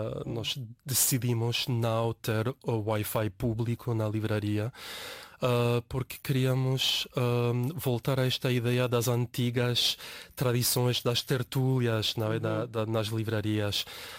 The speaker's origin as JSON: {"language": "Portuguese", "region": "Buenos Aires", "country": "Argentina", "tie": "born or raised there", "also_born_or_lived": "United States / Canada / Costa Rica", "moved": "as an adult", "lives_now": "Lisbon, Portugal", "said": "de Buenos Aires, onde nasci e cresci"}